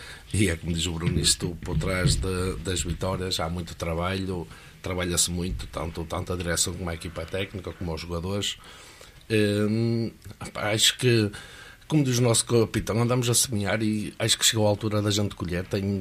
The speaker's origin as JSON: {"language": "Portuguese", "town": "Remelhe", "region": "Braga", "country": "Portugal", "tie": "born or raised there", "said": "claro que sou natural de Remelho, mas gosto mesmo imenso"}